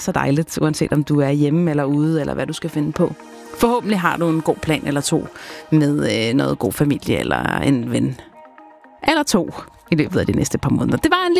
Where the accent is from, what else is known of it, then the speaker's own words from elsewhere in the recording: Bornholm, Capital Region of Denmark, Denmark; nogle af byerne på Bornholm, hvor jeg er vokset op.